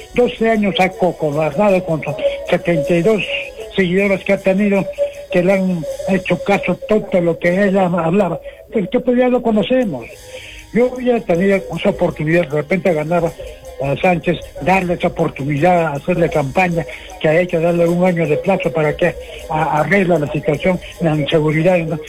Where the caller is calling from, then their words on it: Peru; Mañana yo como peruano voy a cantar mi himno nacional